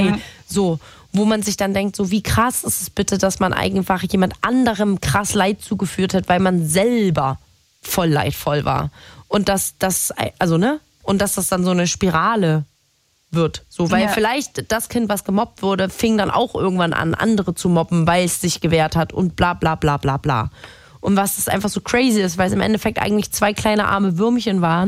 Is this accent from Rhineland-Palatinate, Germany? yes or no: no; Saxony, Germany; accent: Saxon; Und ich zum Beispiel, ich komme aus Sachsen. Und ich kann richtig gut sächseln.